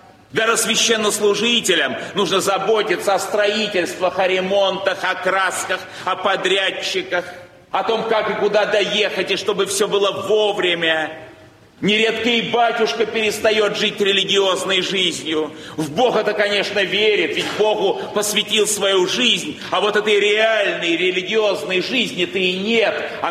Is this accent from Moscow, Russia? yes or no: no; Saint Petersburg, Russia; Я родился здесь, в Петербурге, в благочестивой семье. Мой отец был священником. Жили мы очень стесненно материально в послевоенном Ленинграде, практически в одной комнате, в коммунальной квартире.